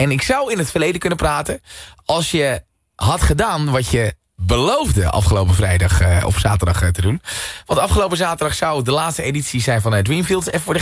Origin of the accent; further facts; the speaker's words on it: Scherpenzeel, Gelderland, Netherlands; ik kom uit Scherpenzeel, weet je.